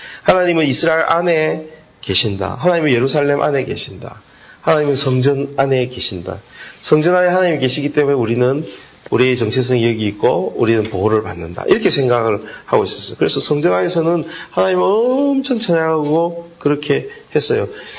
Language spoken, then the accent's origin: Korean; Gyeongsang, South Korea; 나는 경상도 사람으로서 이게 무슨 말인지 알겠어요.